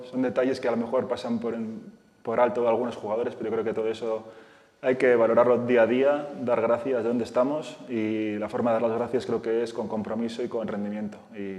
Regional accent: Bilbao, Basque Country, Spain; moved away; yo soy de Bilbao

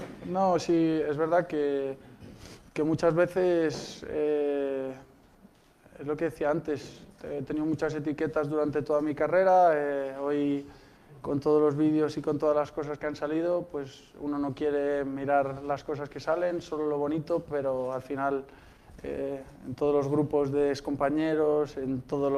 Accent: Madrid, Community of Madrid, Spain; También, tampoco el hecho de que soy de Madrid, de estar en casa.

